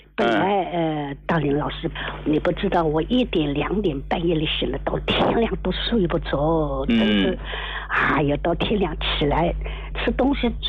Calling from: Suzhou, Jiangsu, China; 我是苏州的，江苏苏州人是。

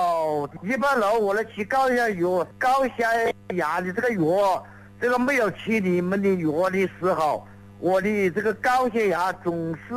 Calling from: Wuhan, Hubei, China; 我是汉南区。沙帽镇。

